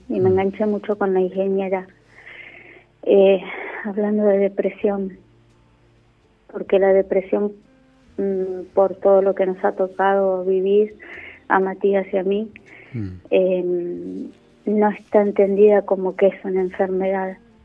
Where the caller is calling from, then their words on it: Chivilcoy, Buenos Aires Province, Argentina; de Chivilcoy.